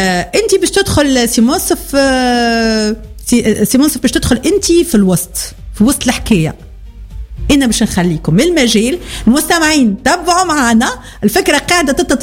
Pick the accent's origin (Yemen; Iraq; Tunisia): Tunisia; Sfax Governorate; accent: Sfaxi